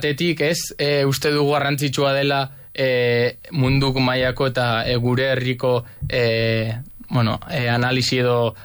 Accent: Navarre, Spain

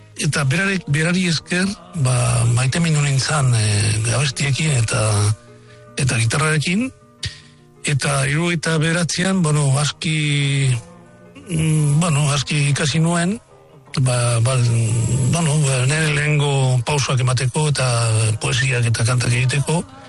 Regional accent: Vitoria-Gasteiz, Basque Country, Spain; also born or lived in Tarragona / Algeciras; ni Tarragona sortua naiz, baina Tarragonan bi urte baino ez nuen egin, gero hartik handik Algezira zera junginan, eta gero azkenean Gasteizera

